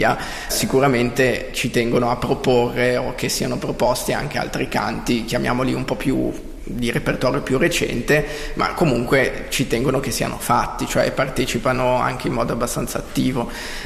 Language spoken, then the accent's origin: Italian; Piacenza, Emilia-Romagna, Italy; moved away as an adult; also born or lived in Como / Lugano; now in Switzerland; Io sono originario di Piacenza e ho iniziato appunto i miei studi musicali a Piacenza, dopodiché, finita la maturità al liceo, mi sono spostato a Como